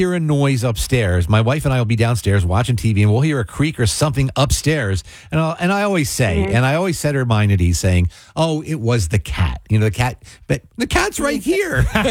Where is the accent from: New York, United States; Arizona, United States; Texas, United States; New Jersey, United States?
New Jersey, United States; Mays Landing; Growing up in Mays Landing, I was a block away from an aunt and uncle and a block away from my grandparents and a block away from another uncle.